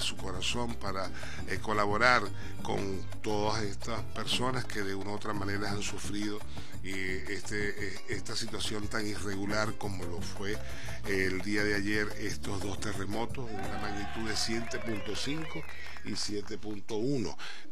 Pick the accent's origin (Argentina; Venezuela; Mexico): Venezuela; ese dolor, como venezolanos que somos.